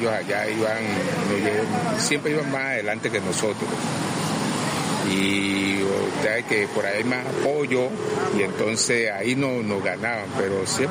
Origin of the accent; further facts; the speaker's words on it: Buenaventura, Valle del Cauca, Colombia; feliz cumpleaños a mi tierra.